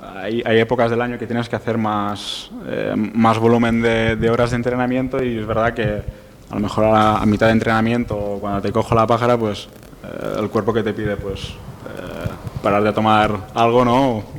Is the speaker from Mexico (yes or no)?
no; Menorca, Balearic Islands, Spain; now in Mallorca, Spain; Yo soy de Menorca. Y cuando vine aquí por primera vez aquí en Mallorca